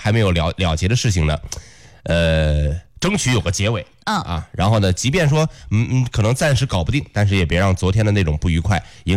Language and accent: Chinese; Dengfeng, Henan, China; 我掐指一算啊，说这个啊，原来是俺老家登封小县在下雨